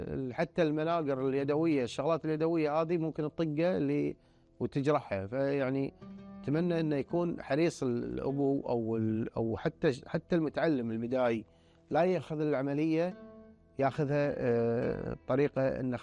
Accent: Kuwait; احنا من الكويت

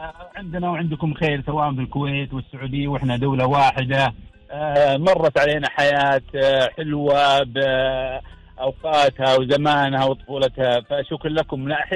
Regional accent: Saudi Arabia; أنا لحقت زمان أول على المدارس عندنا في السعودية

